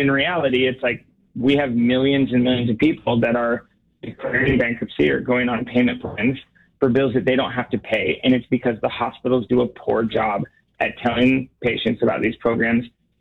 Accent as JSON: {"language": "English", "town": "Portland", "region": "Oregon", "country": "United States", "tie": "born or raised there", "said": "So I grew up in Portland, Oregon."}